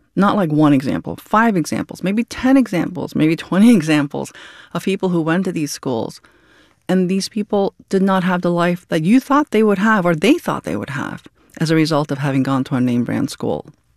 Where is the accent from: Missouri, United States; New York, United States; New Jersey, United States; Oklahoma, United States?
New York, United States; New York City; when I was in high school, I went to the Bronx High School of Science in New York, which is a specialized high school.